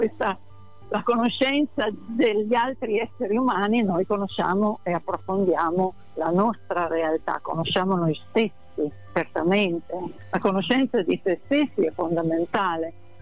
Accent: Turin, Piedmont, Italy; now in Rome, Italy; essendo io torinese, vivendo a Roma

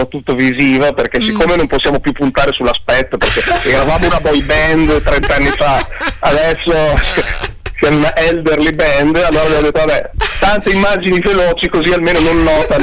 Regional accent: Bologna, Emilia-Romagna, Italy; accent: Bologna; non siete neanche inglesi, io sono di Bologna.

